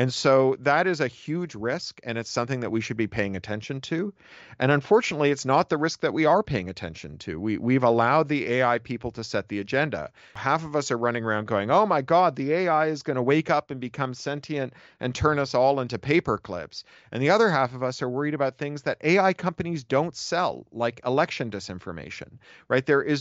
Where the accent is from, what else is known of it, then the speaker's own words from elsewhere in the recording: Canada; now in United States; in Canada, I'm from Canada.